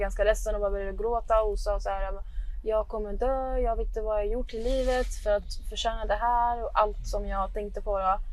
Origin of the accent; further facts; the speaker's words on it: Alexandria, Alexandria Governorate, Egypt; now in Stockholm, Sweden; Ja, men jag är uppvuxen i Alexandria. Det är, så här, det är nära havet.